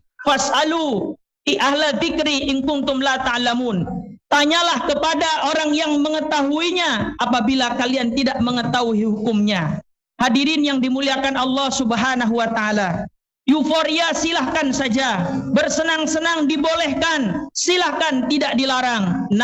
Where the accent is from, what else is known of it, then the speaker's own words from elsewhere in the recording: Indonesia; kita orang Timur, orang Indonesia.